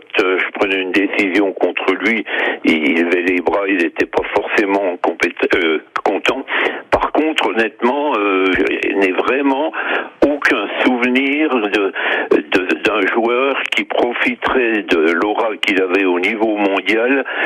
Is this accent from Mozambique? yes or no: no; France